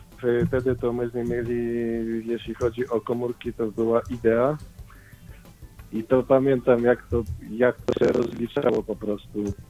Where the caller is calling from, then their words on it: Sosnowiec, Silesian Voivodeship, Poland; u mnie w Sosnowcu